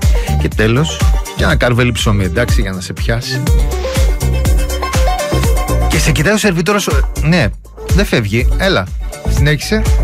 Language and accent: Greek; Greece; Γιατί σαν Έλληνες ξεκινάς από τη χωριάτικη και καταλήγεις στο κοντοσούβλι